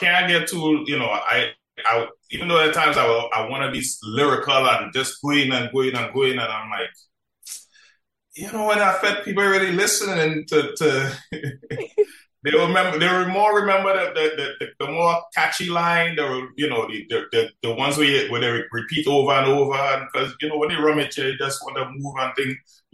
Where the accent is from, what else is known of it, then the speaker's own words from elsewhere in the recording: Marbella, Andalusia, Spain; But growing up in Marbella, I wasn't really into the music like that.